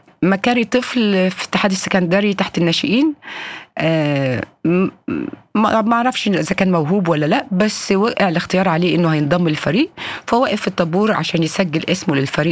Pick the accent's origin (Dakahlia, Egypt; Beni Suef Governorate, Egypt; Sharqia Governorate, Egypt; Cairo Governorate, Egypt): Cairo Governorate, Egypt; Cairo; moved away; عندنا في القاهرة